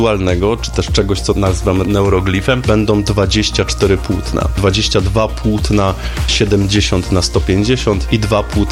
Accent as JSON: {"language": "Polish", "town": "Skawina", "region": "Lesser Poland", "country": "Poland", "tie": "born or raised there", "said": "ale także ludzi stąd, ze Skawiny, z mojego rodzinnego miasta, więc moich przyjaciół z dawnych lat, z osiedla."}